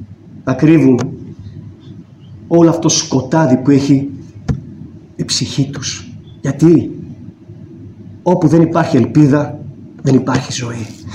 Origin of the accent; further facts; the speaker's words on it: Rhodes, South Aegean, Greece; moved away; also born or lived in Karpathos; εδώ στη Ρόδο, καθώς είμαι, μιας και είμαι ροδίτης.